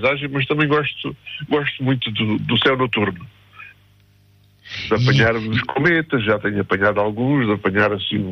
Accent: Messejana, Beja, Portugal; also born or lived in Odemira; Eu nasci em Odmira, mas atualmente moro em Bejana. Atualmente desde os 6 anos, portanto há 60 anos que moro por aqui.

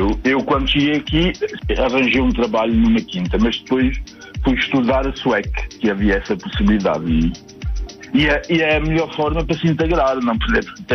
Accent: Milhares de Baixo, Ribatejo, Portugal; Olha, um bom dia de um ribatejano. Também sou do Ribatejo.

